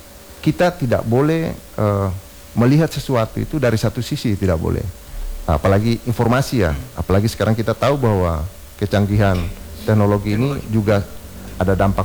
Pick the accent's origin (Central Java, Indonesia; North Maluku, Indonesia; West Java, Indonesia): North Maluku, Indonesia; wilayah Maluku Utara ini kebetulan kita juga putra daerah.